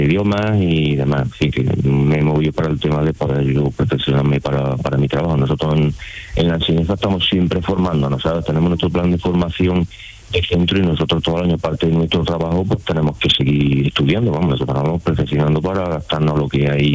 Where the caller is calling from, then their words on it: Hinojosa del Duque, Andalusia, Spain; en el Colegio Maestro Jurado en Hinojosa del Duque, que es de donde yo soy original.